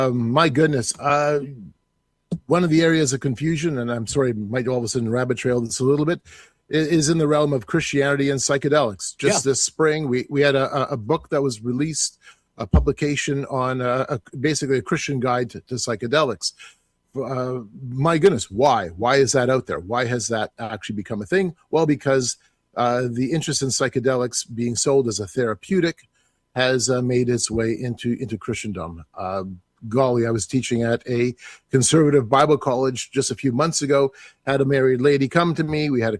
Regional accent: Canada; I can look at my own country, Canada. I'm from Canada

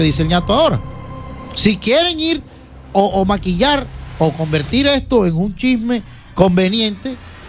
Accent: La Guajira, Colombia; yo nunca voy a dejar de ser de La Guajira.

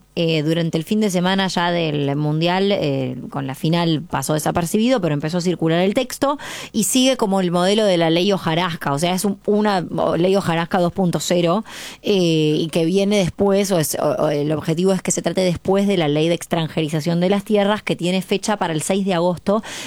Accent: Argentina

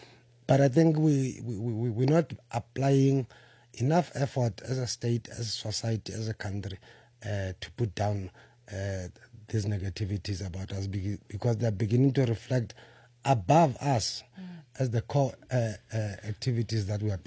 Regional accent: South Africa; moved away

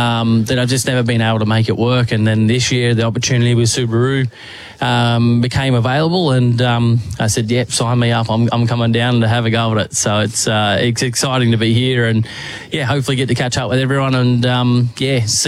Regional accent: Hillston, New South Wales, Australia; It's I'm born and raised as a country kid, and yep. Like I say, I'm still a little far from here where I grew up in Hillston and everything

